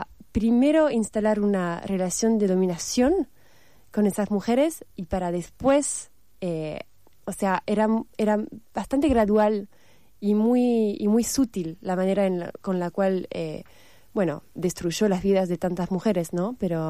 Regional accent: Paris, Île-de-France, France; born there; Spanish is a second language; tu ciudad donde naciste, que es esa ciudad de la moda, del brillo, de la fashion

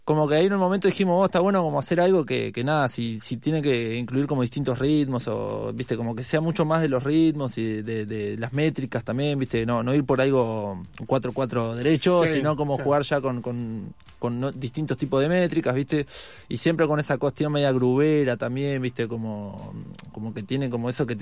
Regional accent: San Ramón, Canelones, Uruguay; Bueno, yo en realidad vengo de San Ramón, Canelones.

